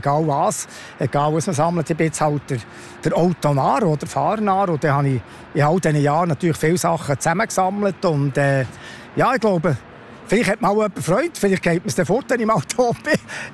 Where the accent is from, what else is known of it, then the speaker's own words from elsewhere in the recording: Switzerland; ich hoffe, dass wir irgendwo bei uns in der Schweiz die Visionäre noch finden